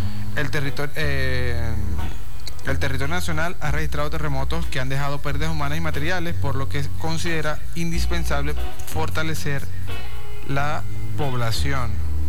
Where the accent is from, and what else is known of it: Venezuela